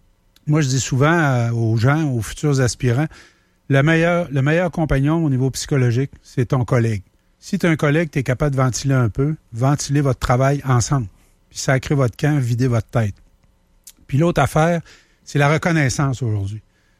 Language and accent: French; Grondines, Quebec, Canada; Alors, j'ai été appelé parce que c'est pas loin de mon patelin à Grondines.